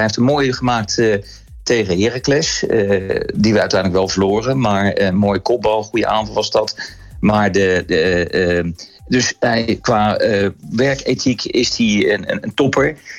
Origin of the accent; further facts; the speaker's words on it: South Holland, Netherlands; now in Eindhoven, Netherlands; Ik woon en werk al 28 jaar in Eindhoven. Dus ik heb het niet live meegemaakt. Eén keer op bezoek bij een vriendje vanuit het Rotterdamse, waar ik van origine kom.